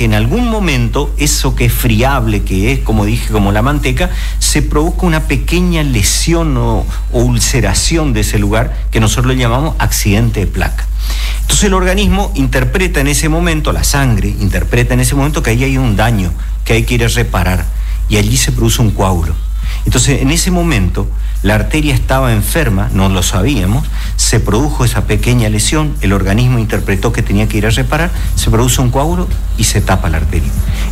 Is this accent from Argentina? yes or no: yes; Argentina; nos llaman como argentinos